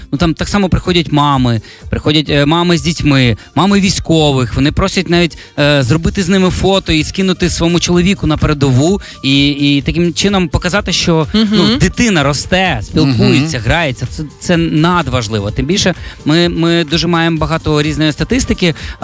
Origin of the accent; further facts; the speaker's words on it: Khmelnytskyi, Khmelnytskyi Oblast, Ukraine; Мій рідний Хмельницький